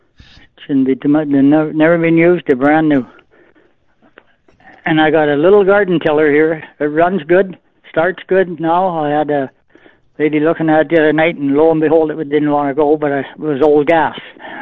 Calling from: Rathwell, Manitoba, Canada; Yeah, good day. Rathwell.

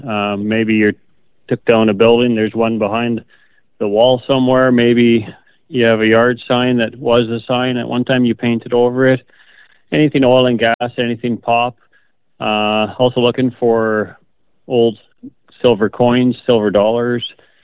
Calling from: Holland, Manitoba, Canada; calling from the Holland area.

